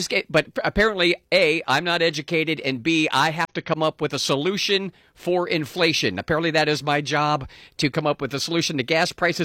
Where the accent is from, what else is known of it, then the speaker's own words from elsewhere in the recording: Ohio, United States; short time I've moved back, I moved back during the pandemic back here at the end of 2020, back to my home state of Ohio here.